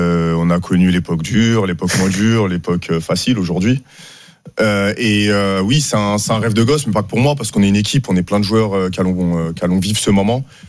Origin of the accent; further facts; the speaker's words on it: France; En tant que français, on va essayer de représenter au mieux à l'international.